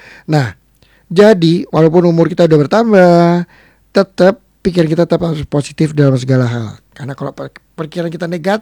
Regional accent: Palembang, South Sumatra, Indonesia; waktu saya masih kecil, saya lahir gede di Palembang, saya gede di Pelaju.

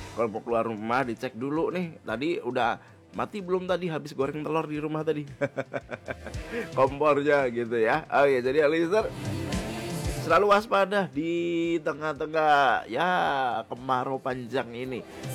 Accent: Samarinda, East Kalimantan, Indonesia; kita sebagai warga Kota Samarinda

